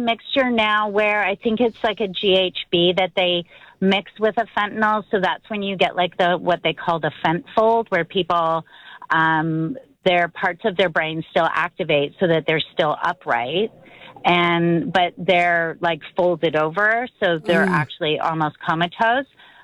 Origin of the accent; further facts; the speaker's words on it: Canada; And as you can hear, I'm Canadian.